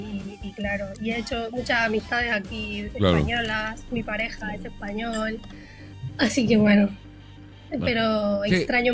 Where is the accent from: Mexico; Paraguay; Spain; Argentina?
Argentina; Salta; Soy de Salta yo.